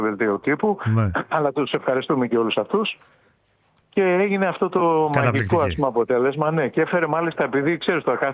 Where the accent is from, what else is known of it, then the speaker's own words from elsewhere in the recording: Kefalonia, Ionian Islands, Greece; Εγώ είμαι από την Κεφαλονιά